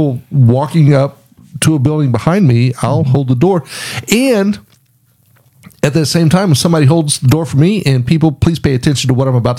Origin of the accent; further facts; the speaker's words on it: Irving, Texas, United States; I'm from Texas. I'm Irving, but at the time it was a small town, and I grew up in the country.